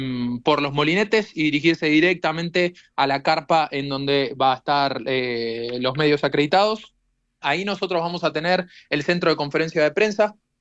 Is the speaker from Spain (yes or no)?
no; Buenos Aires, Argentina; born there; Exactamente, Buenos Aires.